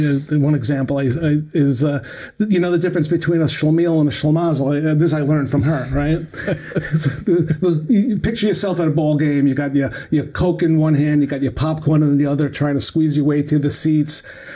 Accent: Brooklyn, New York, United States; born or raised there

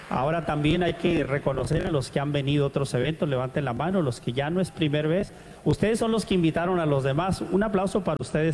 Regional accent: Mexico; moved away; aquí la mayoría de gente es de México, somos de México.

